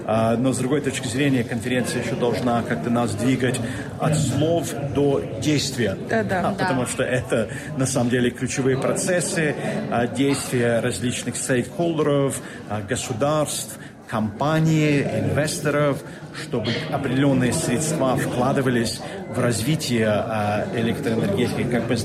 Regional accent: Brussels, Brussels-Capital Region, Belgium; Я из Брюсселя.

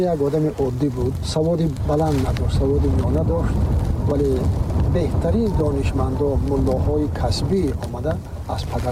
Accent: Kangurt, Khatlon, Tajikistan; moved away; бори дигар ба кангур хуш омадед ба деҳаи ман ба зодгоҳи ман

